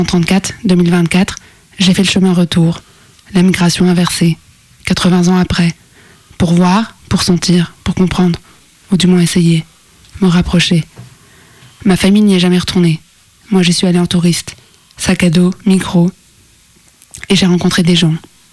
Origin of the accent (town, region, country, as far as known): France